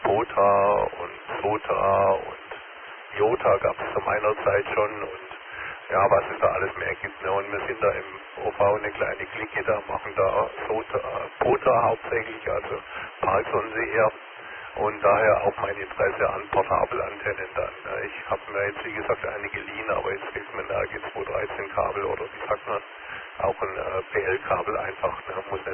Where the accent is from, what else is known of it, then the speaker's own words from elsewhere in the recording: Swabia, Germany; accent: Swabian; now in Ruhr area, Germany; Wie du wahrscheinlich an meinem Dialekt hörst, bin ich nicht direkt aus dem Ruhrgebiet. Ich stamme da aus dem Süden, aus Schwabenländle sozusagen. Habe mich aber jetzt so einigermaßen akklimatisiert.